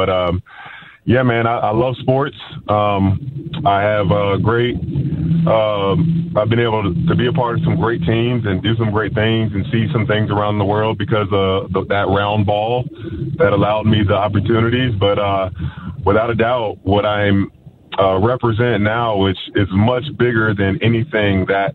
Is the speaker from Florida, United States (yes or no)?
yes; Jacksonville, Florida, United States; Yes, I'm from Jacksonville, Florida. So, to the listeners here, I'm a Jacksonville Jaguars fan, born and raised.